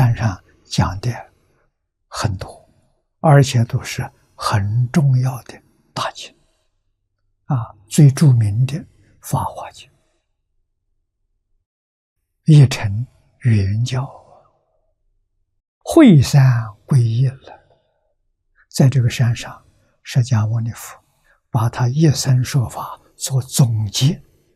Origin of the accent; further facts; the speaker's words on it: China; 我们中国人